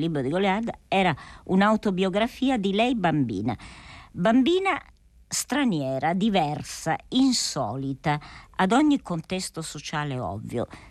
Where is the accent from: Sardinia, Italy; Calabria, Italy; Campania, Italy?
Calabria, Italy; io sono meridionale, sono calabrese